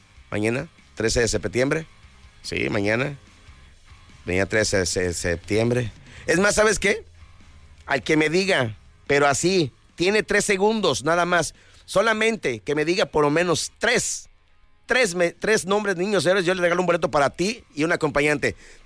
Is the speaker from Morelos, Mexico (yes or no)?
no; Acapulco, Guerrero, Mexico; Somos mexicanos, efectivamente, somos acapulqueños, somos guerrerenses y queremos que nos vaya bien a todos.